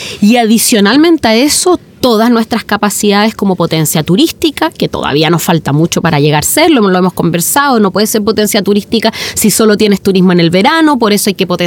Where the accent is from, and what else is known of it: Valdivia, Los Ríos, Chile